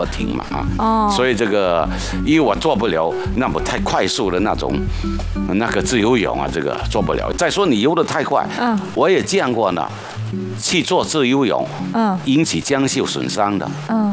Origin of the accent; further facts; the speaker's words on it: Shantou, Guangdong, China; 我是广东人汕头的，我们家在海边，所以呢从小就好游泳，